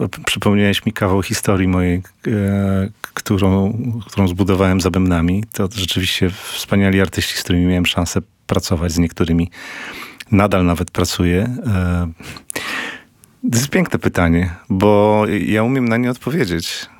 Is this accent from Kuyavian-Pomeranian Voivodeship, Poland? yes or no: yes; Toruń, Kuyavian-Pomeranian Voivodeship, Poland; jestem z urodzenia i pochodzenia torunianinem.